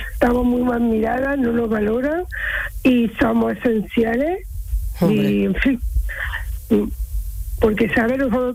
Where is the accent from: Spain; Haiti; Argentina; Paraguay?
Spain; Córdoba, Andalusia; Pues mira, yo soy de Córdoba capital.